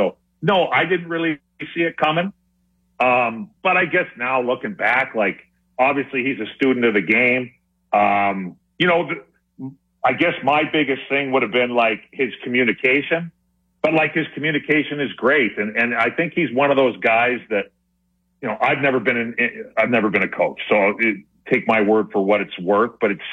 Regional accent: Alberta, Canada; Calgary, we just went to the finals, and I'm from Alberta.

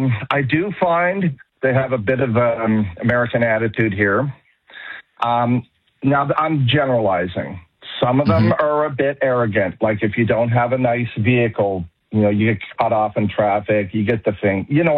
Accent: Halifax, Nova Scotia, Canada; moved away as an adult; also born or lived in Edmonton; now in Calgary, Canada; I was born and raised in around Halifax. I moved to Calgary in 1998. I've lived in Calgary, Edmonton. I work out of Fort McMurray.

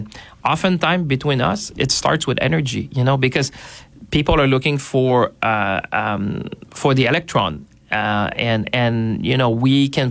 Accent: Canada; I'm saying a big we as Canadian

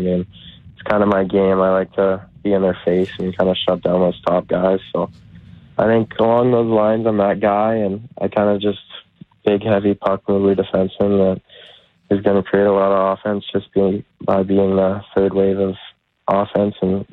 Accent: Canada; growing up and being a Canadian kid

